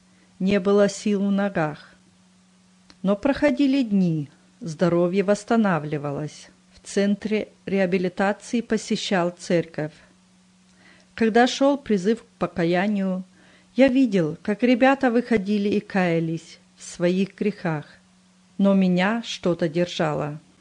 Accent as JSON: {"language": "Russian", "region": "Western Ukraine", "country": "Ukraine", "tie": "born or raised there", "said": "Родился я в Западной Украине в семье глухих. Родители были неверующие. Жили мы в общежитии, где в одной комнате проживало две семьи."}